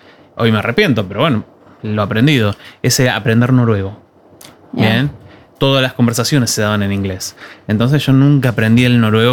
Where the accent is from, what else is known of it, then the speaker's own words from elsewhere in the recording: Tierra del Fuego, Argentina; moved away as an adult; also born or lived in Tucumán, Argentina / Rosario, Argentina / Spain; now in Norway; Soy tucumano. Me crié en Tierra del Fuego y después, bueno, en la universidad donde conocí a mi esposa y demás, en Rosario.